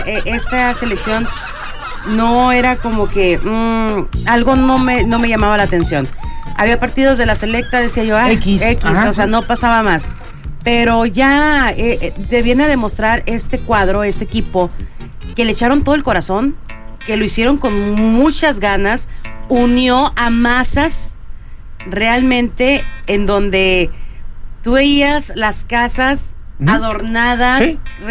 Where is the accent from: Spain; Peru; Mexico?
Mexico; Nos unió a todos como mexicanos.